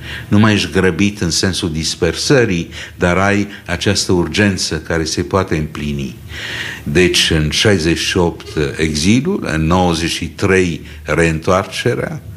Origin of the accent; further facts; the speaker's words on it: Ploiești, Prahova, Romania; moved away as an adult; also born or lived in Paris; m-am născut în 42 la Ploiești, în condițiile deci ale războiului